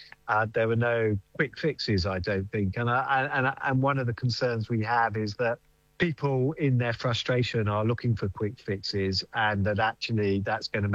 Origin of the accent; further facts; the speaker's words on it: United Kingdom; Where we sit as proud British Jews, but with very strong connections to Israel